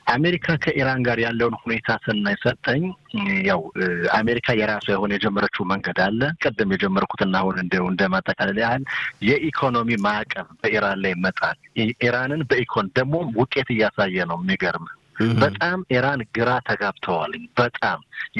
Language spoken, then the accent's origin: Amharic; Gondar, Amhara, Ethiopia; ያደግኩበትን እንዴት ነው ያደግኩበት የተወለድኩበትን ቦታ ጨዋሄድ፣ ጎንደር ሲባል ጨዋሄድ አገር ጨዋሄድ የሚል ሰማሁና